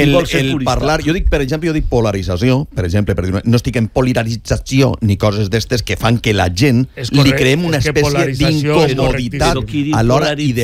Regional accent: Alcoy, Valencian Community, Spain; jo el valencià, com a bon alcoià, el preserve tot el que puc

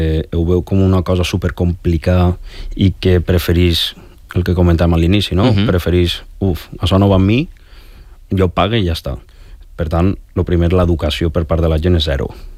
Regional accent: L'Olleria, Valencian Community, Spain

